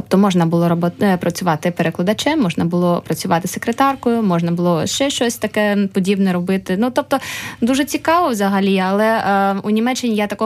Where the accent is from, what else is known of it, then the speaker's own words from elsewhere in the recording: Kharkiv, Kharkiv Oblast, Ukraine; moved away as an adult; now in Germany; Так, я з Харкова, я народилася в Харкові і до 18 років я жила в Харкові. Можу підтвердити, це найкраще місто у світі, я дуже його люблю. Так, у Харкові я закінчила загальноосвітню школу